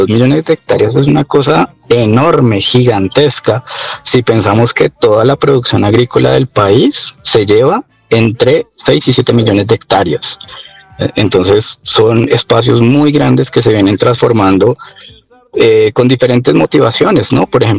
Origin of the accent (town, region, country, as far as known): Colombia